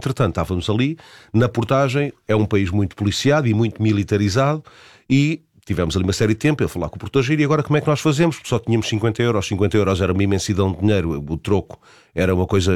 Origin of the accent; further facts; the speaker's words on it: Portugal; Nós somos portugueses.